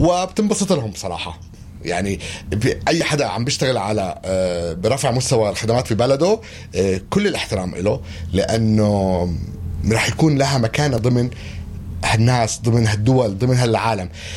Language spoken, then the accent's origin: Arabic; Palestine; لأنه أنا فلسطيني